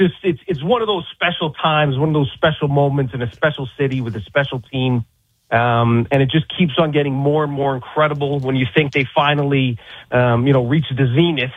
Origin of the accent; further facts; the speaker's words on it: Long Island, New York, United States; Born and raised on Long Island, I used to read your stuff in Newsday